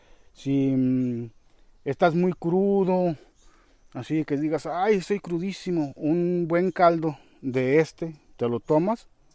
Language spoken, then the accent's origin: Spanish; Guerrero, Mexico; Entonces nos vinimos al estado de Guerrero y pues eso hace ya un ratillo, hace ya 40 y tantos años, 43 años precisos, y ya nos quedamos aquí. Está la fecha, ¿no? Yo básicamente aquí crecí.